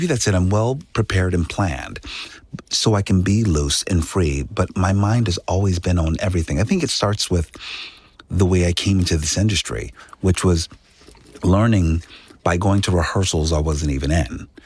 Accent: Philadelphia, Pennsylvania, United States; I come from a very humble place. I come from West Philadelphia, where, a lot of blue collar folks.

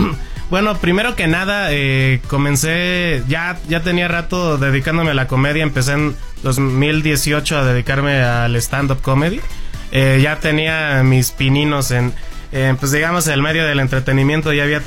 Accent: Michoacán, Mexico; moved away as an adult; now in Mexico City, Mexico; llegué a la ciudad, soy de Michoacán, primero que nada. Arriba Michoacán.

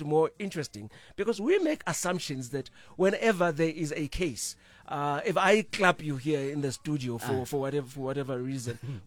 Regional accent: Hammersdale, KwaZulu-Natal, South Africa; I come from Hammersdale. Hammersdale is a township that ended up being called the Little Beirut during the Inkatha UDF wars in the 1980s.

